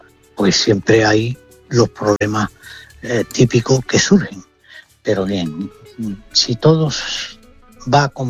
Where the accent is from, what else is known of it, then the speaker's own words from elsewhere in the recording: Seville, Andalusia, Spain; somos muy sevillanos.